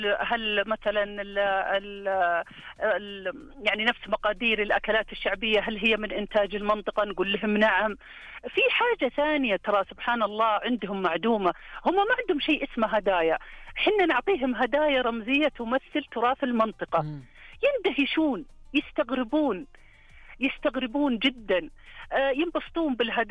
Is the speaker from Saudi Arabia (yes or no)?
yes; Saudi Arabia